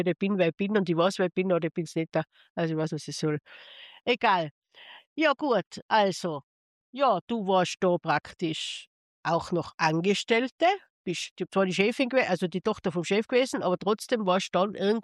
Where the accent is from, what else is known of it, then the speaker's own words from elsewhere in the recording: Tyrol, Austria; Also in Tirol, wo ich herkomme, da ist ja die eins nach dem anderen zugesperrt, weil einfach sich keiner mehr gefunden hat.